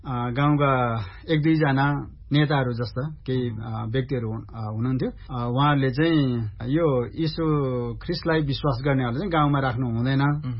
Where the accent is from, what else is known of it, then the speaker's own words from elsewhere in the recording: Banspod, Gandaki Province, Nepal; first language Tamang; Nepali is a second language; जन्म लमजुङ जिल्लाको त्यति बेलाको नौथर गाविसमा वडा नम्बर 2 बाँसपोड गाउँ भन्छ, त्यहाँ मेरो जन्म भएको हो र म त्यहाँ हुर्केको हुँ।